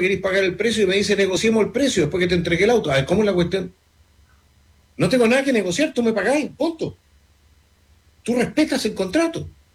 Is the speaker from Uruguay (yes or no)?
no; Chile